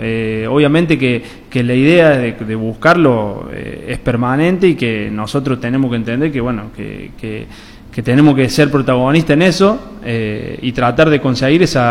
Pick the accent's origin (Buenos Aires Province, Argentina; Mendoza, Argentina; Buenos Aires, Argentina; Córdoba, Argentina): Córdoba, Argentina; now in Santiago del Estero, Argentina